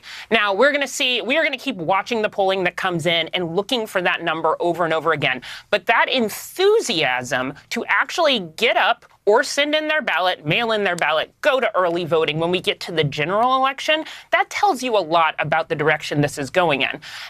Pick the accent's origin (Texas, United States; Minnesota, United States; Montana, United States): Texas, United States; I'm from Texas.